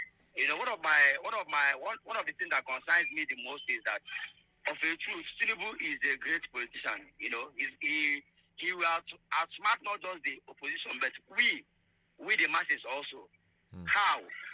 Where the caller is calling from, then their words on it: Enugu, Enugu State, Nigeria; Yes, I'm here from Enugu.